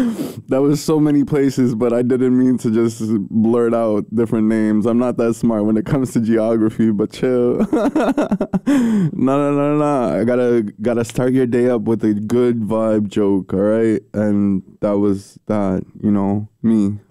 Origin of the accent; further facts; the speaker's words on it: New York, United States; I'm from New York and in New York